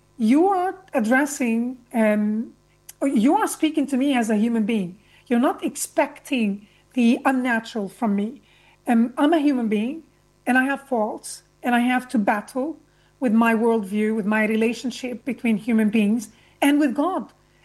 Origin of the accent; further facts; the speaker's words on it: Lebanon; I mentioned earlier that I attended a French Catholic school. Growing up in Lebanon meant growing up between Islam and Christianity.